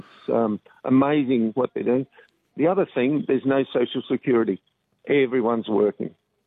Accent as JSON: {"language": "English", "region": "New South Wales", "country": "Australia", "said": "I come from the Lower Darling, so I'm not local, but this is the fourth time I've ridden around Vietnam."}